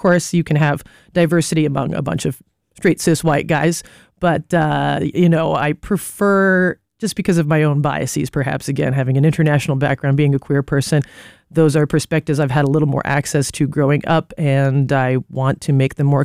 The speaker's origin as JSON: {"language": "English", "country": "United States", "said": "acknowledging what my position is in the room as also an American tourist hanging out in Japan."}